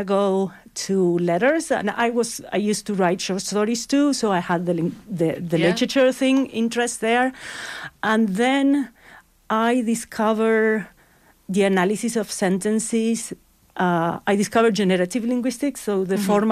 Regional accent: Buenos Aires, Argentina; moved away as an adult; also born or lived in Patagonia, Argentina / United States; now in Toronto, Canada; I'm from Buenos Aires, Argentina, and I studied there an undergraduate.

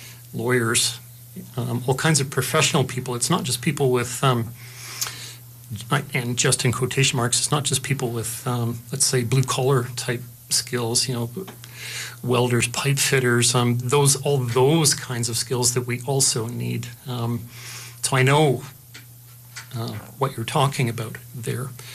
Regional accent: Calgary, Alberta, Canada; Even for people who were born in this country, as I was, and actually born and raised in Calgary, and I'm 62 years old now

